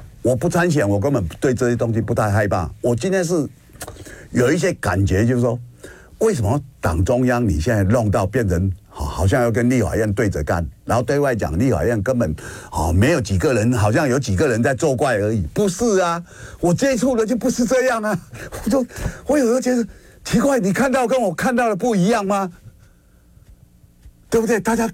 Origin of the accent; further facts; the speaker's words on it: Kinmen County, Taiwan; 我是福建金门人嘛。这个就是我的家嘛